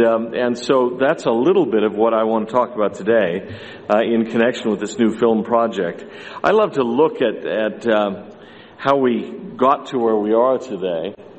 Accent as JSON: {"language": "English", "region": "California", "country": "United States", "tie": "born or raised there"}